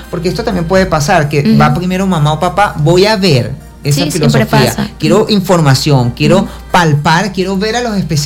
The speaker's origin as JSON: {"language": "Spanish", "country": "Venezuela", "said": "lo digo como venezolano en este país, porque no he ido a otro país"}